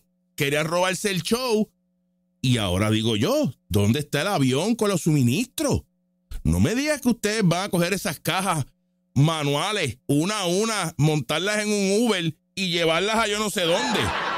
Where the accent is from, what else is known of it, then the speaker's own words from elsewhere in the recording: Puerto Rico; todo el mundo que es de Estados Unidos, incluyendo a Puerto Rico, porque nosotros somos parte de Estados Unidos.